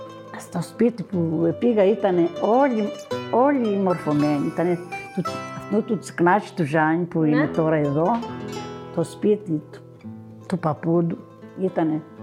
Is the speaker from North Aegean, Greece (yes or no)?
no; Vorizia, Crete, Greece; Εγώ ήμουν και από τα Βορίζα